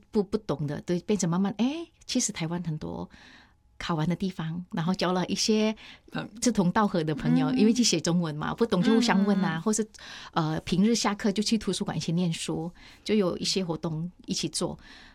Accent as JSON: {"language": "Chinese", "country": "Indonesia", "second_language": "Chinese", "moved": "yes", "lives_now": "Taiwan", "said": "对，没错没错，感觉是回印尼是度假的啊，"}